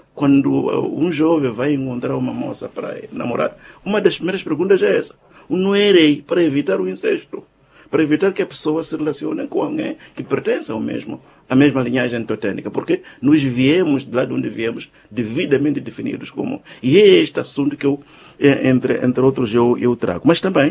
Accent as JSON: {"language": "Portuguese", "country": "Mozambique", "said": "eu faço referência à região centro de Moçambique, de onde eu venho"}